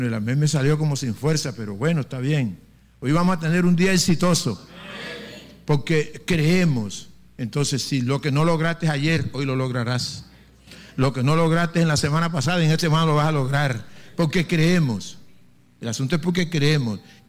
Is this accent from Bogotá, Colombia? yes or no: no; Planeta Rica, Córdoba, Colombia; born there; Señor, la ciudad de Planeta Rica, la tierra que me vio nacer, Dios. Bendigo, Señor, mi Colombia, mi tierra, mi patria amada